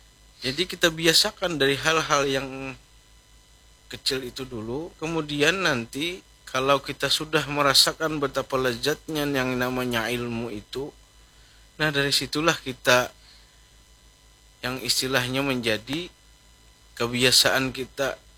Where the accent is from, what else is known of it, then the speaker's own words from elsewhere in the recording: Banjarmasin, South Kalimantan, Indonesia; kita sebagai warga Banjarmasin, sebagai umat Islam